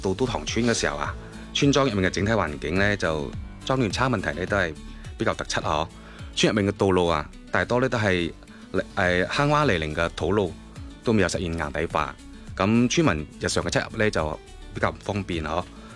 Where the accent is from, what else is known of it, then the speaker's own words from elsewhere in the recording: Guangdong, China; 我是土生土长的高邮人，1997年就参加工作，2001年就加入中国共产党。